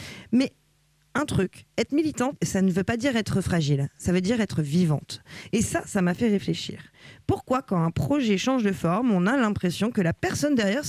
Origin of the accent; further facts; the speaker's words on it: Hauts-de-France, France; Moi, je suis une belle betterave du Nord. Oui, je viens du Nord